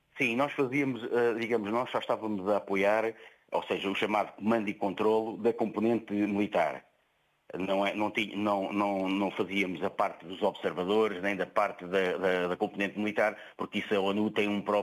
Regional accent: Portugal

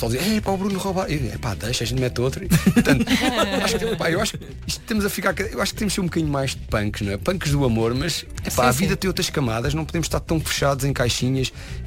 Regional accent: Amadora, Lisbon, Portugal; Eu cresci na Buraca, eu de classe média

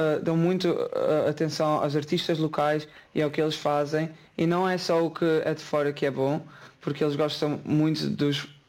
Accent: Portugal; now in Estonia

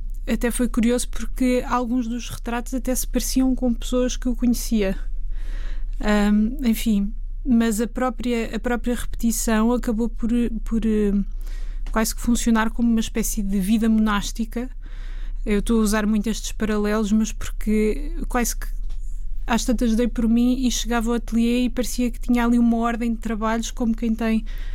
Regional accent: Lisbon, Portugal; também como lisboeta e como uma pessoa que vive nessa cidade.

